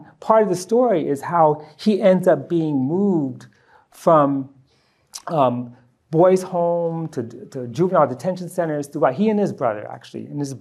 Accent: Harlem, New York, United States; And I was actually growing up in Harlem. He was only a few years older than me.

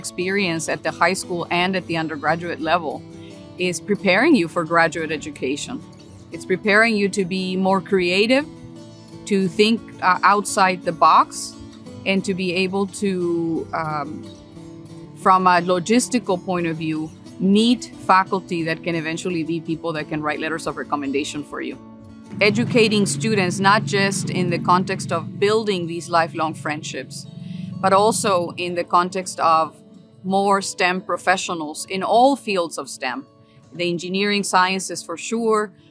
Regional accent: Tijuana, Baja California, Mexico; I am from Tijuana, and bringing students from Tijuana is the way that I started.

